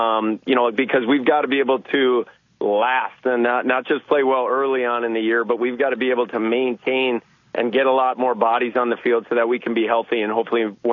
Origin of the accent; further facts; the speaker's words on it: Bismarck, North Dakota, United States; And then, you know, my hometown of Bismarck, Greg Esslinger was an outstanding Gopher